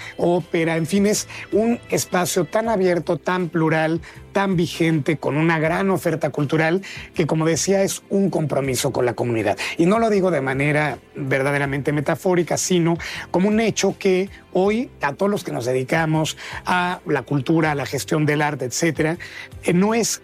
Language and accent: Spanish; Mexico City, Mexico; now in Oaxaca, Mexico; Yo no tuve la fortuna de nacer en Oaxaca, soy de la Ciudad de México, pero oaxaqueño de corazón.